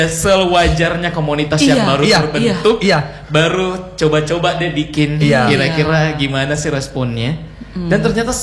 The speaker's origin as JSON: {"language": "Indonesian", "area": "Sudiang", "region": "South Sulawesi", "country": "Indonesia", "said": "Saya juga orang sana."}